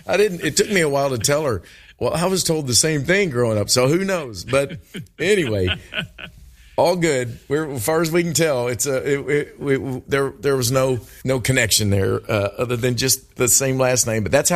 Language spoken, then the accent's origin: English; Kentucky, United States; accent: Southern; I am from Kentucky.